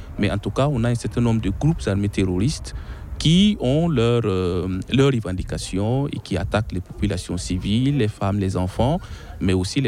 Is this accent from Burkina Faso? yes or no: yes; Burkina Faso; Alors, moi, je suis du Burkina Faso